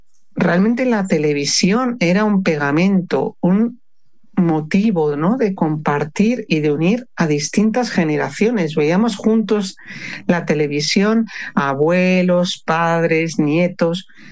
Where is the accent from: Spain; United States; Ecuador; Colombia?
Spain; Pamplona, Navarre; yo vivía en Pamplona cuando era niña